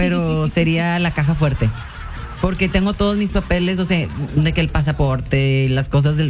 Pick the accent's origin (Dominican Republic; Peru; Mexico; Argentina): Mexico